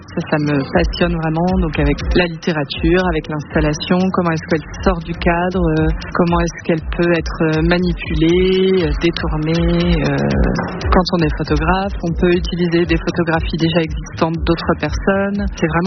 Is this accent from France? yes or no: yes; Orléans, Centre-Val de Loire, France; moved away as an adult; also born or lived in Paris; Je suis native d'Orléans, j'ai fait mes études là-bas jusqu'au bac.